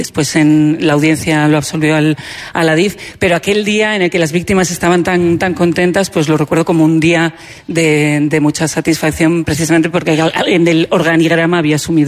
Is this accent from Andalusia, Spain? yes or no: no; Pamplona, Navarre, Spain; now in Santiago de Compostela, Spain; Yo hago el Hoy por Hoy Santiago, soy de Pamplona y tengo ahí el Hora 14, el Hoy por Hoy.